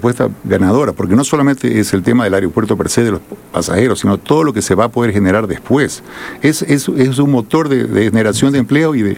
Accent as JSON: {"language": "Spanish", "town": "Cuenca", "region": "Azuay", "country": "Ecuador", "also_born_or_lived": "Guayaquil", "said": "soy cuencano también, soy mitad cuencano, mitad guayaquileño. Entonces, me quiero a las dos ciudades"}